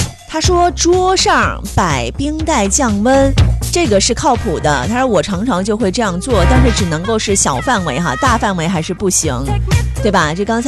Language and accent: Chinese; Guiyang, Guizhou, China; now in Haikou, China; 因为我们老家是贵阳，还是属于比较凉爽的凉都嘛